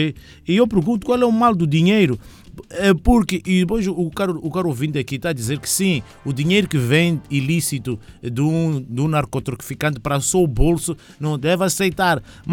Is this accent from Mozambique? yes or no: yes; Mozambique; born there; Eu nasci português, mas agora sou moçambicano, ok? Nasci numa terra que era portuguesa, mas depois agora já não sou mais português, sou moçambicano.